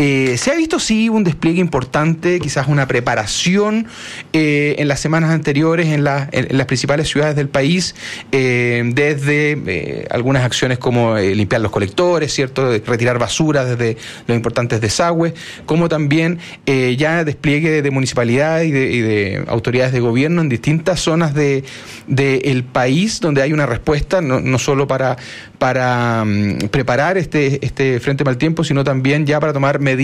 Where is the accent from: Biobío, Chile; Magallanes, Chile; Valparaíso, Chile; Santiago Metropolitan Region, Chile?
Biobío, Chile; Concepción; yo soy de Concepción y crecí desde chico